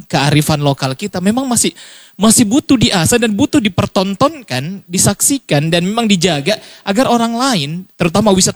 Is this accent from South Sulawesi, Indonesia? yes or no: yes; South Sulawesi, Indonesia; karakter kita sebagai warga Sulawesi Selatan yang memang lahir dan besar di Sulawesi Selatan.